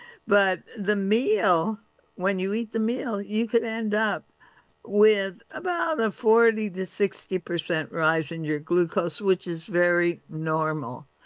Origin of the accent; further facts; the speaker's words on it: California, United States; now in East Coast, United States; But it's interesting because I was brought up in California. We always ate salad first. Always. And then I moved to the East Coast